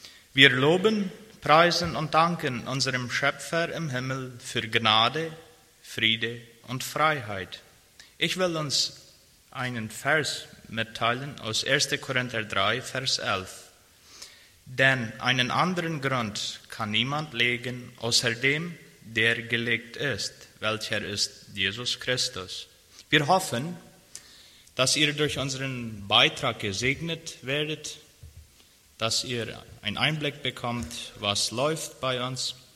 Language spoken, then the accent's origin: German; Loma Plata, Boquerón, Paraguay; Und dann sind ich … Wir sind aus Loma Plata auch.